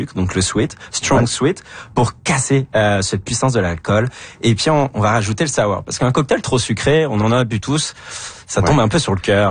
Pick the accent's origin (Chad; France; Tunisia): France